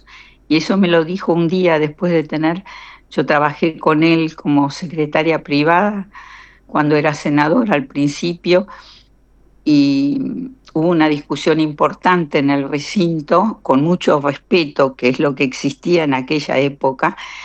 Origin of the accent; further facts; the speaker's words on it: Argentina; me está representando a mí como argentina.